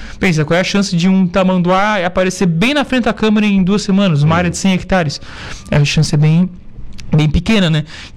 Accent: Criciúma, Santa Catarina, Brazil; born there; Eu sou de Criciúma

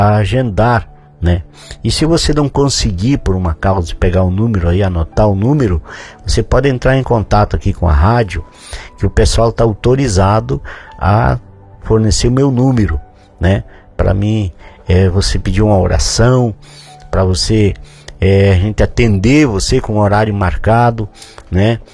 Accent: São Borja, Rio Grande do Sul, Brazil; accent: gaúcho; moved away; Eu já perdi o sotaque dos gaúchos aí, né? Já faz mais de 30 anos que estou fora do estado. Mas temos... É, sempre lembrando da nossa terrinha, do nosso lugar aí de São Borja

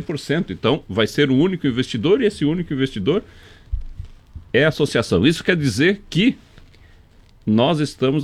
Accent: Santa Catarina, Brazil; como bons catarinenses aqui, nós temos que montar agora.

